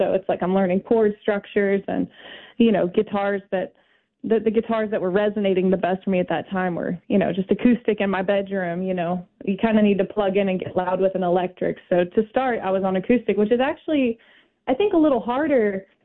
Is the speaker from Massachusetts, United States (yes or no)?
no; Kansas City, Missouri, United States; now in New Orleans, United States; my hometown of Kansas City.